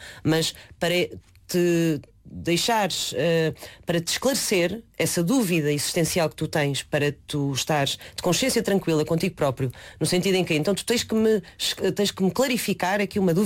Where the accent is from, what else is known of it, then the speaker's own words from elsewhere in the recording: Cascais, Lisbon, Portugal; also born or lived in Leiria; nunca tive o hábito de dizer que sou de Leiria, porque nasci lá e com meses de idade mudei-me para Cascais. Mudei-me não, os meus pais mudaram-se e levaram-me atrás. E passei as minhas férias escolares em Leiria até os meus 12, 13 anos.